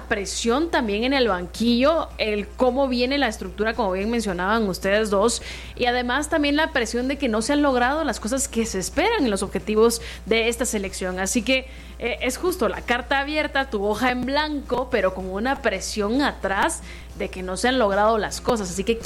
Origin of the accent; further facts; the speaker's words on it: Guatemala; Guatemala justo caiga 1-0 en ese partido contra Costa Rica, que era nuestro duelo directo, hablando como guatemalteca.